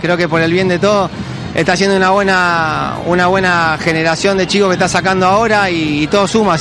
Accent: Argentina; Y nada, como argentino, como te dije, ojalá que siga muchos años más.

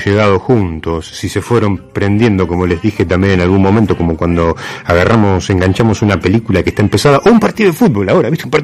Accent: Argentina; porque ante todo somos argentinos

